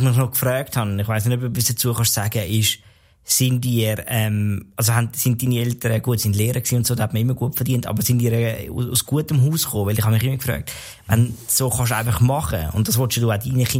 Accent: Zurich, Switzerland; Vielleicht auch bei uns in Zürich einer macht, ja, wie viel verdienen wir dann?

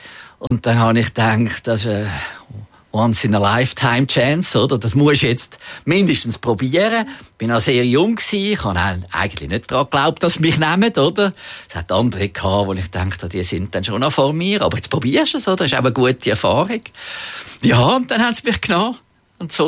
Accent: Zurich, Switzerland; Aber natürlich bin ich aufgewachsen in Zürich und der Zoo war näher gewesen und ich war sehr viel im Zoo gewesen.

